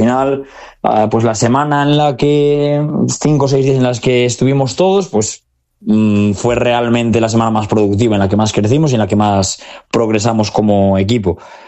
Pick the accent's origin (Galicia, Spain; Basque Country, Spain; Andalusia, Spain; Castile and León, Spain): Galicia, Spain; para mí de afinidad al ser gallego